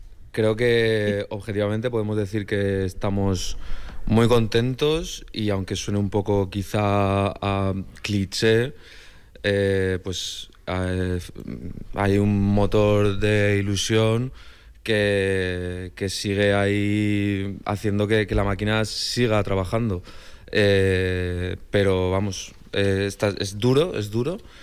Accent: Sant Joan d'Alacant, Valencian Community, Spain; now in Valencia, Spain; Yo soy de San Juan Pueblo.

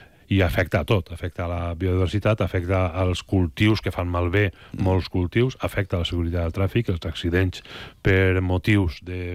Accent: Valencian Community, Spain; A mi, com a valencià i com a responsable públic d'aquest tema, més encara, m'enfada molt quan veig gent de fora

